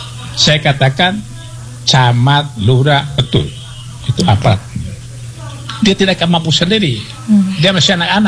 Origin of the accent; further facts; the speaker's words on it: East Nusa Tenggara, Indonesia; adat kita orang Ende Leo